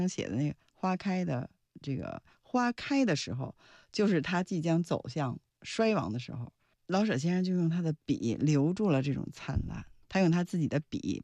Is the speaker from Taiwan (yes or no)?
no; Beijing, China; 作为老北京，我可能在东城区再转悠了。